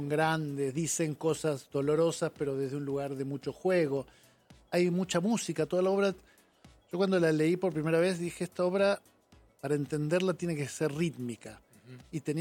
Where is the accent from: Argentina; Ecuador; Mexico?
Argentina; moved away; Soy argentino.